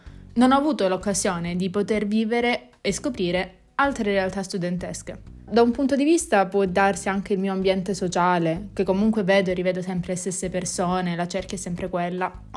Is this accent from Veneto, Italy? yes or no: no; Catanzaro, Calabria, Italy; ho 23 anni, sono di Catanzaro